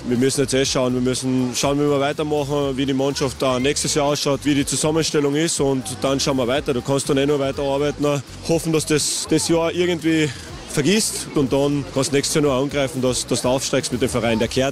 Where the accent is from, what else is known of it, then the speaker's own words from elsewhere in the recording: Carinthia, Austria; ich bin von da, ich bin ein Kärntner